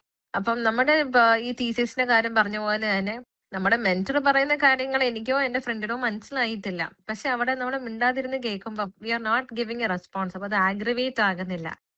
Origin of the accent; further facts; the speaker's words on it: Ernakulam, Kerala, India; എറണാകുളം സ്വദേശിയാണ്.